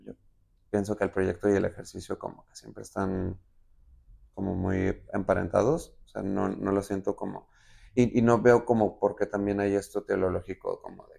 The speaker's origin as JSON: {"language": "Spanish", "town": "Tijuana", "region": "Baja California", "country": "Mexico", "moved": "yes", "lives_now": "Guadalajara, Mexico", "said": "yo soy de Tijuana"}